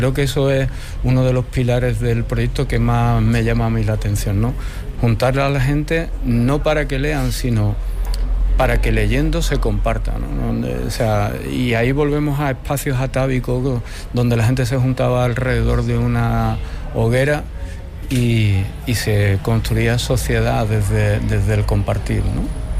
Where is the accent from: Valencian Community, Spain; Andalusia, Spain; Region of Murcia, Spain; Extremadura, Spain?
Andalusia, Spain; y como andaluces para nosotros es muy importante, ¿no? Lo es en el flamenco, lo es en la poesía andalusí